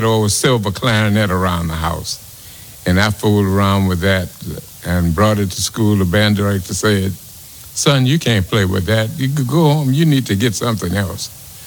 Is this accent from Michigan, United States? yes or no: no; New Orleans, Louisiana, United States; now in Baton Rouge, United States; I'm from New Orleans.